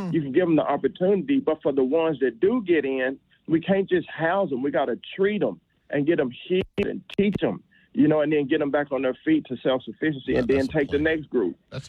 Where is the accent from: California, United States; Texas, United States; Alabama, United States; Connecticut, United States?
Texas, United States; I'm always glad to be back in the great state of Texas, and I love the people of Houston.